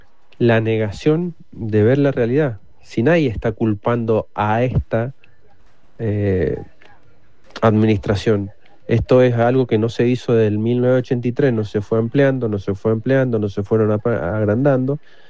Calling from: Luján, Mendoza, Argentina; Acá yo vivo en Can Luján.

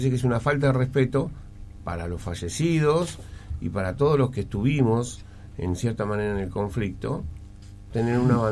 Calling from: Argentina; lo digo como argentino y aparte como persona que ha estado en el conflicto

